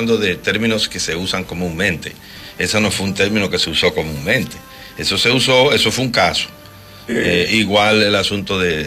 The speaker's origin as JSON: {"language": "Spanish", "country": "Dominican Republic", "said": "somos dominicanos"}